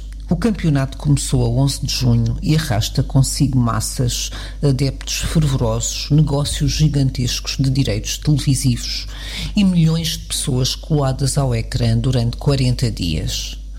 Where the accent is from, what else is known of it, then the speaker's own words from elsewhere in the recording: Portugal; Porém, eu que sou portuguesa, mas tenho na Argentina uma paixão antiga